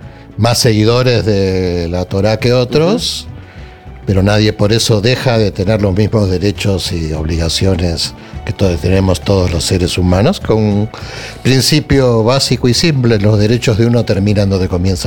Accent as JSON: {"language": "Spanish", "country": "Peru", "tie": "born there", "said": "Yo nací en el Perú, de padre argentino y madre chilena."}